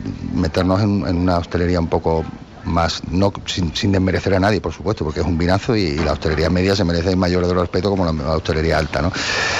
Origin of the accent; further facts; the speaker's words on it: Jerez, Andalusia, Spain; es verdad que nosotros salimos de Jerez, y presumimos de jerezanía y presumimos de jerezano, pero luego aquí no nos queremos.